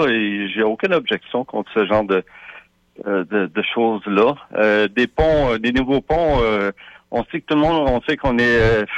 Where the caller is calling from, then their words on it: Montreal, Quebec, Canada; Moi, je suis de Montréal.